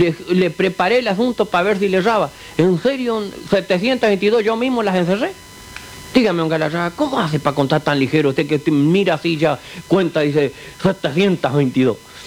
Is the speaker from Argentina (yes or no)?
yes; Corrientes, Argentina; soy correntino